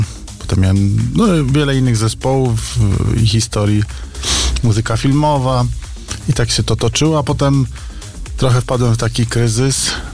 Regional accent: Limanowa, Lesser Poland, Poland; Znaczy pochodzę z pod Limanowej, to w Limanowej się uczyłem w szkole muzycznej, ale na klarnecie.

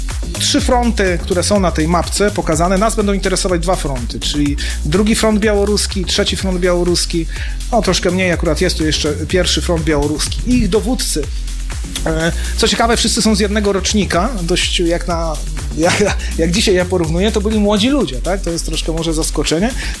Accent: Warmian-Masurian Voivodeship, Poland; urodziłem się tam w tych okolicach i mieszkałem i wielokrotnie to przez Bynowo, Miłomłyn dojeżdżałem do szkoły, do Ostródy, znałem te tereny

